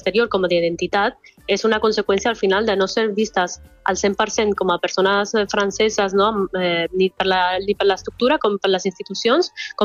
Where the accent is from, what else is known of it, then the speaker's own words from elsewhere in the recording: Catalonia, Spain; jo ja pensava que era impossible ser catalana al mateix temps que era marroquina